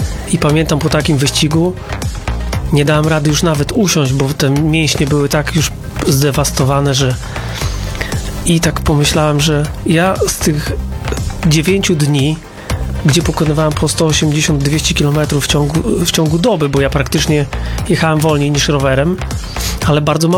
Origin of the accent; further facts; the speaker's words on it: Mońki, Podlaskie Voivodeship, Poland; born there; Ja się urodziłem w Mońkach, moja mama pochodzi z miejscowości Krynica, to gmina Czcianne.